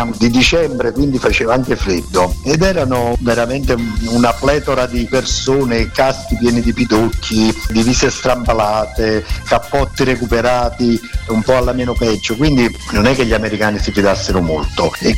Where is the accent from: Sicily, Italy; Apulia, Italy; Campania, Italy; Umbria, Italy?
Campania, Italy; Caserta; della mia terra, quindi di Caserta